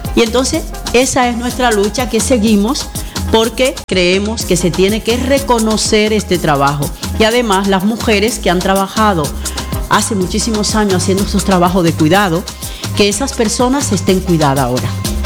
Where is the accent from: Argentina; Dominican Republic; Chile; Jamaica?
Dominican Republic; Baní, Peravia; moved away as an adult; now in Spain; Y yo como trabajadora de hogar, como dominicana, como mujer